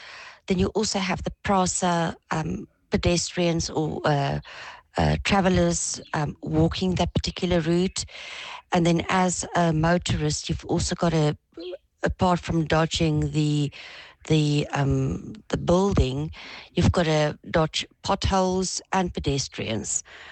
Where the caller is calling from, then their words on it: Pretoria, Gauteng, South Africa; from Pretoria.